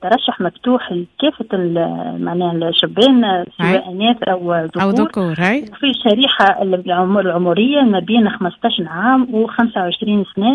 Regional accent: Tunisia; في اغلب الولايات عندنا. في تونس الكبرى عندنا

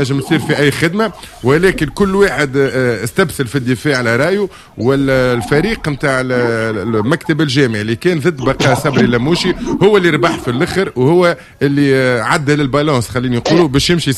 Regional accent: Tunisia

